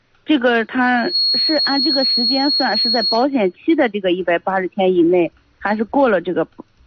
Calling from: China; 我是空港南区这边。

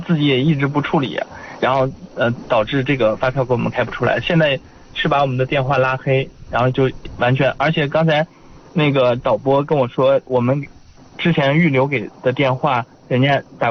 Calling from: Houma, Shanxi, China; 我是侯马的。

